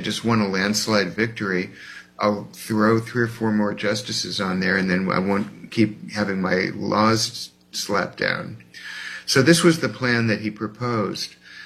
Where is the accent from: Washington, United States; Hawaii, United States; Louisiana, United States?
Louisiana, United States; New Orleans; And that sort of stands for everything about how I was raised in New Orleans.